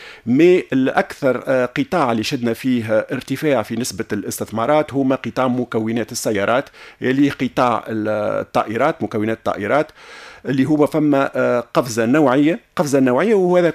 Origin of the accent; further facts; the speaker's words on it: Tunisia; احنا من تونس